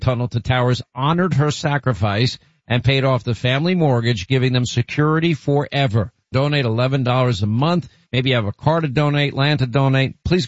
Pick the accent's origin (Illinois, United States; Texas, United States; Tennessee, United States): Tennessee, United States; You know, 50 plus years ago, growing up in East Tennessee.